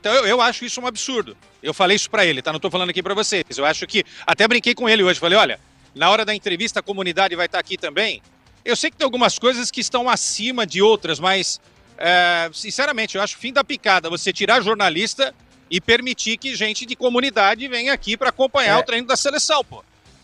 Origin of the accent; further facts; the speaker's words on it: Brazil; nós que somos do Brasil, que a gente está acostumado também com essa coisa do calor